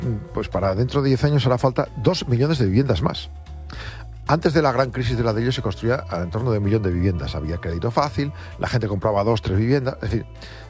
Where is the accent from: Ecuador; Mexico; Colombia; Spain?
Spain; Burgos, Castile and León; en mi pueblo, en Burgos, un pueblo pequeñito